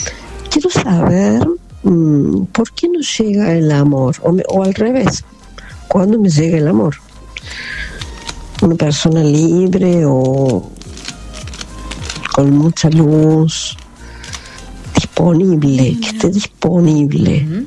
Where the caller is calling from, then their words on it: Córdoba, Argentina; de Córdoba Capital.